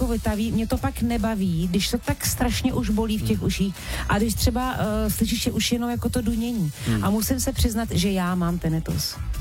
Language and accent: Czech; Prague, Czechia; řekla jsem, že jsem z Prahy